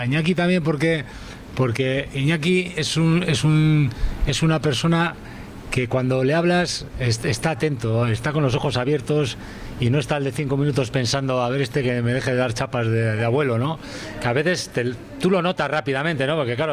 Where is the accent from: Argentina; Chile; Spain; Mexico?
Spain; Bilbao, Basque Country; yo soy de Bilbao y toda la vida en esta zona.